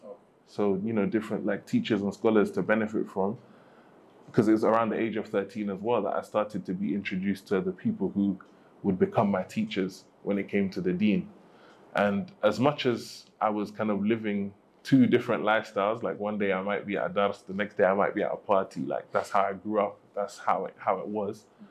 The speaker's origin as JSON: {"language": "English", "region": "London", "country": "United Kingdom", "tie": "born or raised there", "moved": "as an adult", "said": "growing up in London itself is like a crazy experience. It's something that I think about now because I don't live in London anymore."}